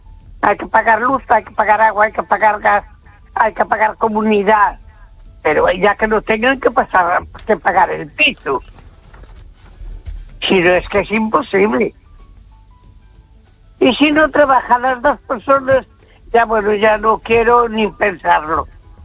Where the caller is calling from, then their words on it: A Coruña, Galicia, Spain; de Coruña.